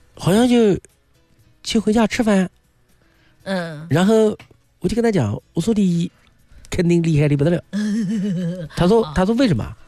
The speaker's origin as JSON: {"language": "Chinese", "town": "Nanjing", "region": "Jiangsu", "country": "China", "said": "我们南京人就是普通话讲叫没招没落的"}